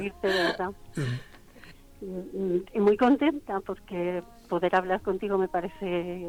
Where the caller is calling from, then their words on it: Madrid, Community of Madrid, Spain; Vivo en Madrid.